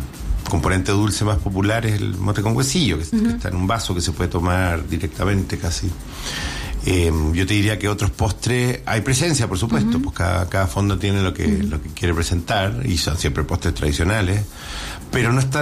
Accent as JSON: {"language": "Spanish", "town": "San Fernando", "region": "O'Higgins", "country": "Chile", "tie": "born or raised there", "said": "yo que soy de San Fernando, que puede ser una zona que tú dirías que efectivamente tiene una serie de tradiciones muy arraigadas"}